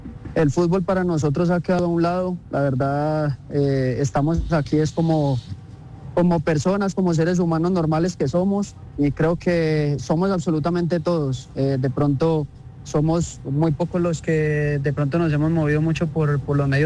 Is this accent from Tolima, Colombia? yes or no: no; Cali, Valle del Cauca, Colombia; now in Manizales, Colombia; Cali, que es mi ciudad natal y de donde yo soy, y pues Manizales, que ha sido una ciudad que me ha recibido siempre con los brazos abiertos